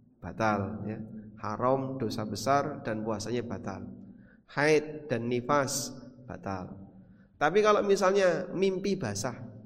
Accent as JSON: {"language": "Indonesian", "town": "Lamongan", "region": "East Java", "country": "Indonesia", "tie": "born or raised there", "lives_now": "Yogyakarta, Indonesia", "said": "Saya yang aslinya dari Lamongan sampai SMA lulus belum pernah ketemu ada budaya padusan menjelang tanggal 1 Ramadan."}